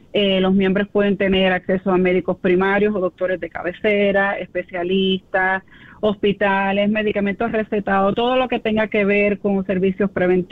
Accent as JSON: {"language": "Spanish", "country": "Puerto Rico", "tie": "born or raised there", "said": "Yo, siendo puertorriqueña, nacida y criada, crecimos con mucho arroz, habichuela, mucha cosa que no es muy saludable"}